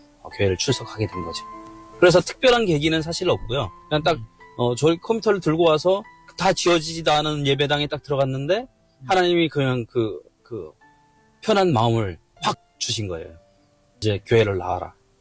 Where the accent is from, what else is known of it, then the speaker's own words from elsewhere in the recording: China; now in South Korea; 그 벌써 제가 중국 한국에 온 지도 20몇 년이 됐거든요. 근데 중국에서부터 불렀던 찬양이 하나 있어요.